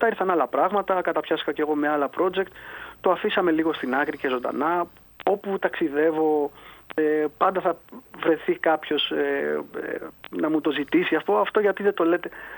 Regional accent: Volos, Thessaly, Greece; Να πούμε ότι αυτό είναι και ένα τραγούδι το οποίο έγινε αυτό που θα λέγαμε στα μέρη μου, ξεκινώντας από το Βόλο δηλαδή.

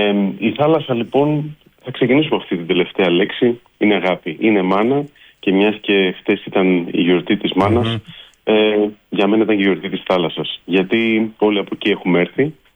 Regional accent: Epirus, Greece; Η καταγωγή είναι από τα ορεινά της Ηπείρου, από ένα χωριό από τα ορεινά της Άρτας.

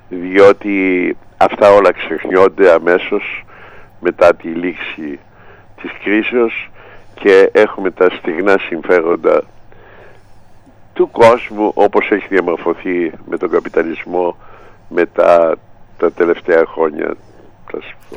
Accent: Greece; εμείς σαν Έλληνες διαχρονικά στην ιστορία είμαστε πάντοτε στη μεριά της ηθικής διάστασης όλων των αγώνων

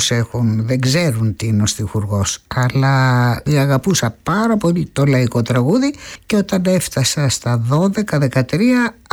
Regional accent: Methana, Attica, Greece; Κυρίως έχω στη μύτη μου τη μυρωδιά από τον τόπο μου αυτό, που ευτύχησα να μεγαλώσω παιδί

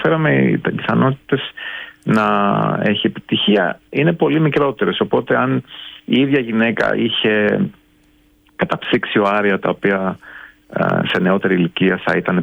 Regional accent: Greece; moved away as an adult; also born or lived in London, United Kingdom; όταν τους έλεγα ότι είμαι από την Ελλάδα

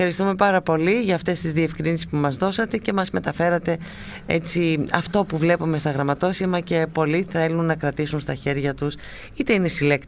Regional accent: Larissa, Thessaly, Greece; και ως Λαρισαίοι και ως Θεσσαλοί φυσικά να έχουμε αυτό και ως όλοι απόγονοι αγροτικών οικογενειών.

